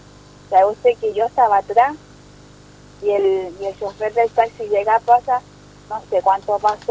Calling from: Coronel, Biobío, Chile; Mire, yo soy de Coronel y prácticamente la semana viajo de Coronel a Galilea.

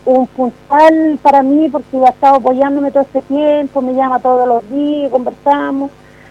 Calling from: Coronel, Biobío, Chile; De Escuadrón Sur.

